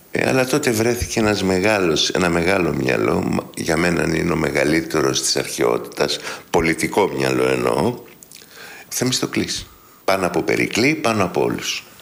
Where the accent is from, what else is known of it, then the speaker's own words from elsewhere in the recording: Piraeus, Attica, Greece; εγώ γεννήθηκα στην μοναδική φαβέλα γκέτο που υπήρξε ποτέ στην Ελλάδα, τα Μανιάτικα.